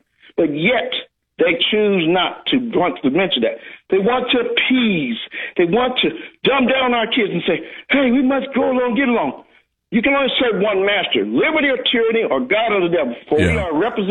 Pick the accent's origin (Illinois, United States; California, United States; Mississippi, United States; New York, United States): California, United States; Fontana; I grew up in Fontana, California, home of Kaiser Steel, Eagle Mountain, right?